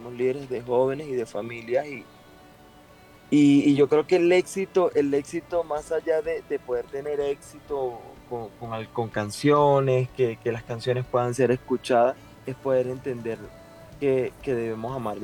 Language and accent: Spanish; Venezuela; now in Colombia; venimos de Venezuela